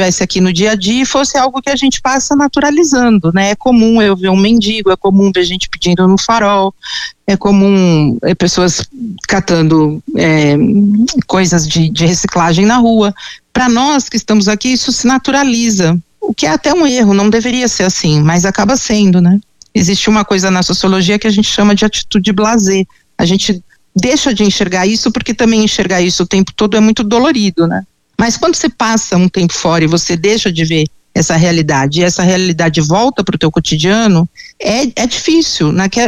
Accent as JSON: {"language": "Portuguese", "region": "São Paulo", "country": "Brazil"}